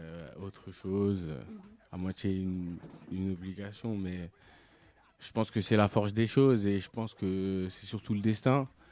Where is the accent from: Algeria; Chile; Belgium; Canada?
Algeria; now in France; Je suis algérien.